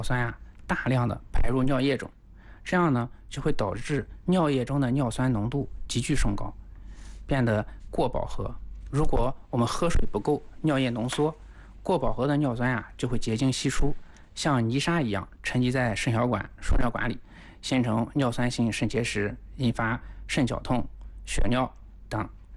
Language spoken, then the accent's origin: Chinese; China